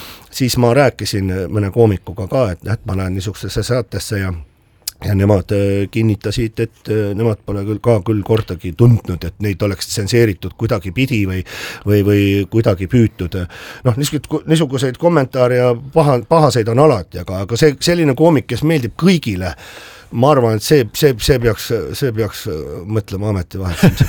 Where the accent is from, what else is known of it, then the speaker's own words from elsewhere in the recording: Tallinn, Harju County, Estonia; born there; seal Hiiu pubi vastas on Lillepoekane, roheline maja, see on minu sünnikodu seal.